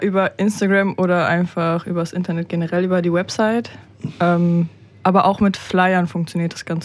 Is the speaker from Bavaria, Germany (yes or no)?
no; Rüsselsheim, Hesse, Germany; Ja, also ich bin auch hier in Rüsselsheim aufgewachsen und groß geworden.